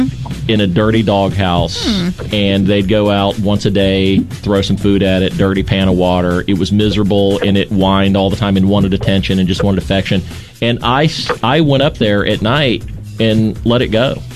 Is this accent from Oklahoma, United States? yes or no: no; Randolph County, West Virginia, United States; when I was a kid growing up on Point Mountain deep in the heart of Randolph County.